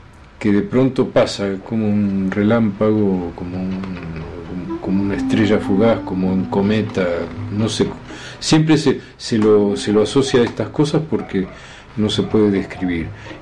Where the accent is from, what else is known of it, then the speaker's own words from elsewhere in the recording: Buenos Aires, Argentina; born there; moved away as an adult; now in Neuquén, Argentina; nací en Buenos Aires y hace casi 30 años que vivo en Neuquén.